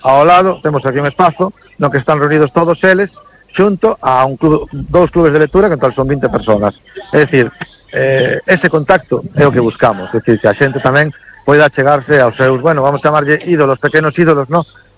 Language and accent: Galician; Bañobre, Galicia, Spain; se o digo polo meu pueblo, non, Bañobre, que decir, non somos nin concello, temos unha verbena, non?